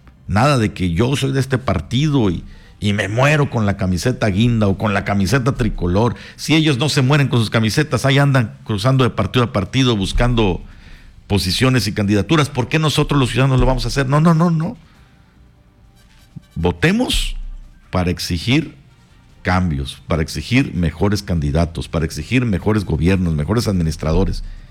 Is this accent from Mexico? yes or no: yes; Mexico; como hemos sido siempre los mexicanos